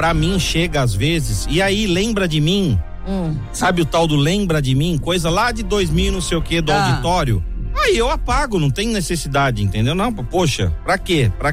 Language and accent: Portuguese; Brazil; a gente é brasileiro